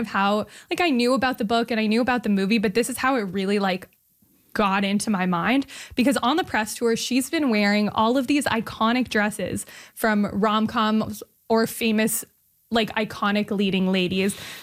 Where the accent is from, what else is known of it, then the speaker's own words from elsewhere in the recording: Montreal, Quebec, Canada; to my hometown.